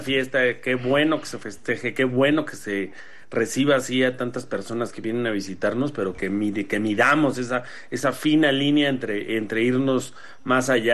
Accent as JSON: {"language": "Spanish", "country": "Mexico", "said": "en el cual todos somos mexicanos"}